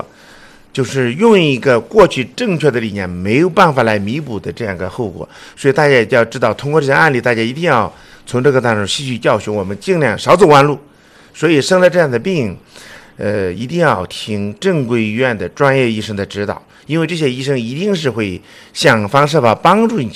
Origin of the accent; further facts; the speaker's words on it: China; 都是我们中国人现在建立的。实际上中国在这块